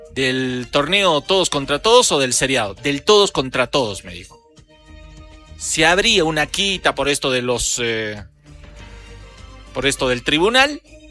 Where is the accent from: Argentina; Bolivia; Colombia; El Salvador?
Bolivia; somos así los bolivianos